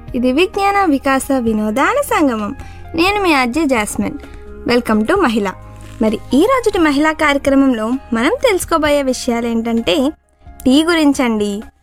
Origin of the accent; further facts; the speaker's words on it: Vijayawada, Andhra Pradesh, India; also born or lived in Guntur / Hubli; బ్యాడ్మింటన్కు అడుగులు పడింది విజయవాడలో అయినా నేను పుట్టింది మాత్రం గుంటూరులోనే.